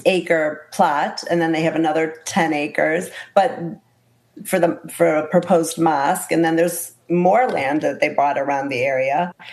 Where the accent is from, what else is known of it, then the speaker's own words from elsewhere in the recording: Michigan, United States; now in Florida, United States; I'm originally from Michigan